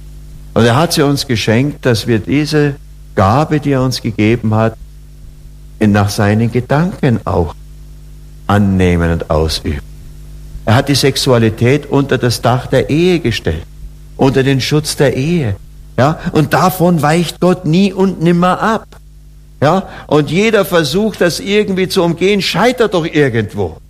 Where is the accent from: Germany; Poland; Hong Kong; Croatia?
Germany; Oberammergau, Bavaria; born or raised there